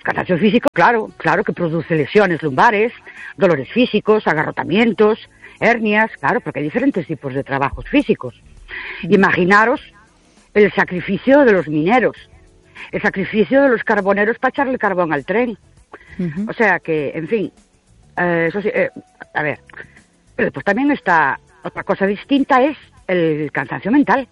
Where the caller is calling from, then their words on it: Ourense, Galicia, Spain; Buenas noches … de Ourense.